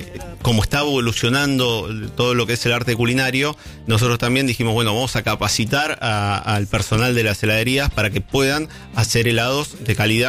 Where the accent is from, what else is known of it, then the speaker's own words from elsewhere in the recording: Argentina; acá en Argentina